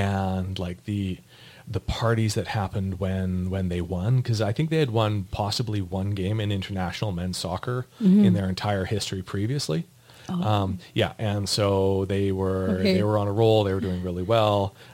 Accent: Logan Lake, British Columbia, Canada; moved away as an adult; also born or lived in Kamloops / Busan, South Korea; now in Kelowna, Canada; So I'm from Kamloops. I did most of my growing up in a small town called Logan Lake

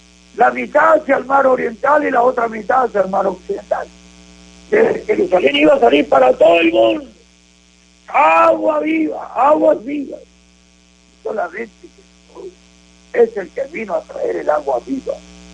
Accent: Río Bravo, Coahuila, Mexico; moved away; yo soy del río Bravo Coahuila, mi pueblo natal. Y hay un lugar que se llama El Álamo, hay más abajo El Corito.

